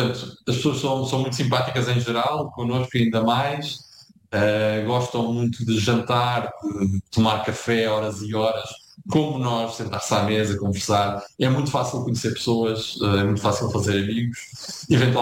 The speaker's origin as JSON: {"language": "Portuguese", "country": "Portugal", "moved": "yes", "lives_now": "Serbia", "said": "Portanto, dizer que somos portugueses nesta região é uma porta aberta"}